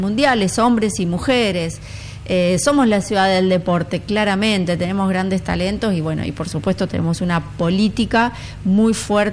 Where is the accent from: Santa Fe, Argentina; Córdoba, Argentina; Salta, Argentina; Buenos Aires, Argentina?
Santa Fe, Argentina; Rosario; somos la ciudad de Messi, somos la ciudad Angelito Di María.